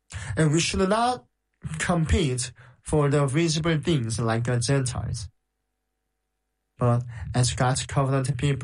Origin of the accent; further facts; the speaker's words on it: South Korea; And I am the missionary from South Korea, our headquarters in the South Korea.